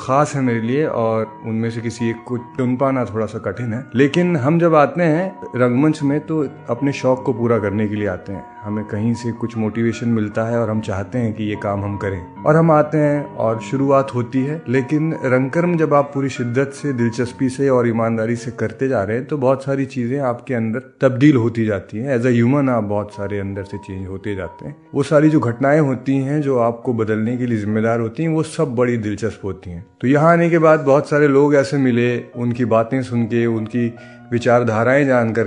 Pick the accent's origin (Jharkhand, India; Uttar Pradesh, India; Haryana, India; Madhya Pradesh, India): Madhya Pradesh, India; Bhopal; मैं मध्य प्रदेश में भोपाल जिले का रहने वाला हूँ। मेरी पैदाइश और परवरिश भोपाल की ही है।